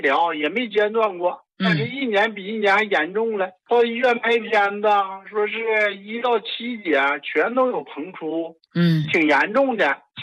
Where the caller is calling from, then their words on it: Harbin, Heilongjiang, China; 我是咱们哈尔滨一个听众，我今年啊58了